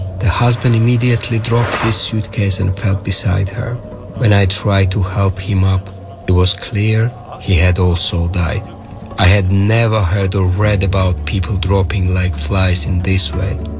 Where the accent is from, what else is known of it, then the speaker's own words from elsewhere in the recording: Sukhumi, Abkhazia, Georgia; Suhumi was a very multicultural place. When I was growing up, everyone got along pretty well.